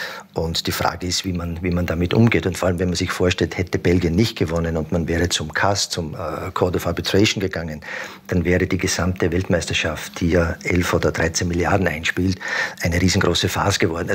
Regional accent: Burgenland, Austria; auch im Burgenland beispielsweise, wo ich her bin.

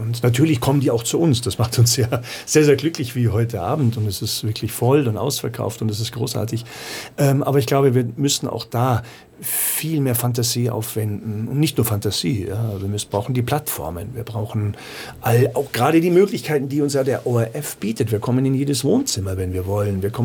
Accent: Munich, Bavaria, Germany; now in Austria; Und das sage ich als Münchner, ja, als Bayer, weil ich doch Österreich so lieben und schätzen gelernt habe.

